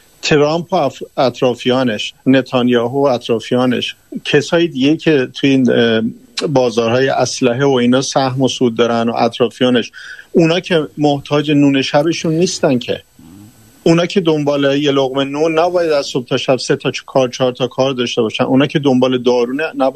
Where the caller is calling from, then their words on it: Iran; به عنوان یک ایرانی که وطنم رو دوست دارم